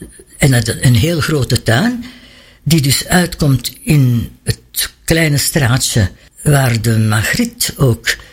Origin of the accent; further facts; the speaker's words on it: Hoboken, Flanders, Belgium; moved away as an adult; now in Mechelen, Belgium; Ik ben afkomstig uit Hoboken.